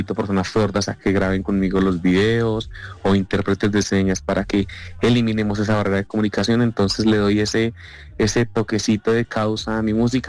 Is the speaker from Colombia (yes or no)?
yes; Bogotá, Colombia; de esos orgullosos de mi querida Bogotá, pero amo representar a mi país. Yo vengo de una familia taxista